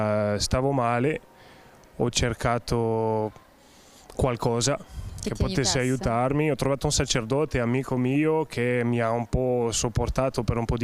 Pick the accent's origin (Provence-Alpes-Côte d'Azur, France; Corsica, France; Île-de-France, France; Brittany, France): Île-de-France, France; Paris; Italian is a second language; vengo da Parigi, 33 anni, e fa un po' di anni che adesso sono nella comunità Cenacolo in diverse fraternità in Europa